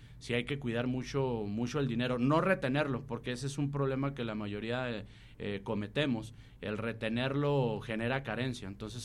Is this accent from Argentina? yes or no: no; Mexico; que no dejara todo como buen mexicano al último.